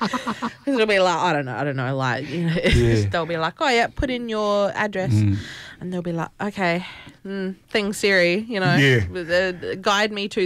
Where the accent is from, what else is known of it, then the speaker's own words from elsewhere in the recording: Adelaide, South Australia, Australia; me with being in Adelaide, you know, and forever, like, I grew up here. Yeah. Born and bred